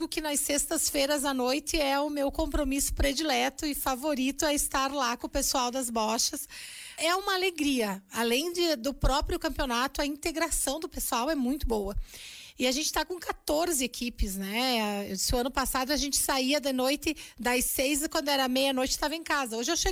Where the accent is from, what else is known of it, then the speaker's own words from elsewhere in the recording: Rio Grande do Sul, Brazil; Nós, como bons gaúchos